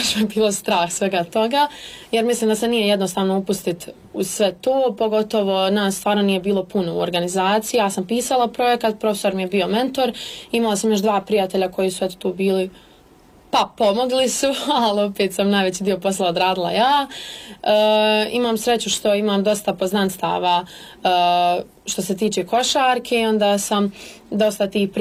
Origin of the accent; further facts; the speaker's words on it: Gračanica, Federation of Bosnia and Herzegovina, Bosnia & Herzegovina; Ekipe su bile iz Lukavca, Srebrenika, Ilijaša, Brezi, Gračanice, odakle sam ja